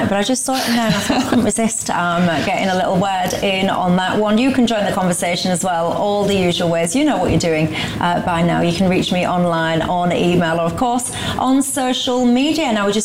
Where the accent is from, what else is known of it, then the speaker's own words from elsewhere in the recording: Hull, Yorkshire and the Humber, United Kingdom; if any fellow Hullensians are watching and listening. It never, when I think about my hometown, I never would have really have looked at it and gone, wow, it's so cultured.